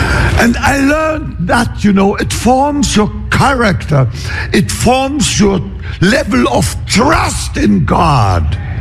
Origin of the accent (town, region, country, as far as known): eastern Germany, Germany; now in United States